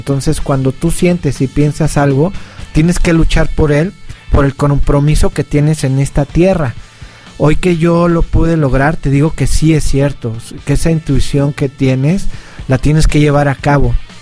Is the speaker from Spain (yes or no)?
no; Mexico; para mí ha sido un honor como mexicano